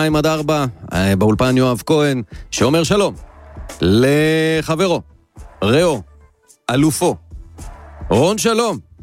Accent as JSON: {"language": "Hebrew", "region": "Northern Israel", "country": "Israel", "said": "אני גם צפוני."}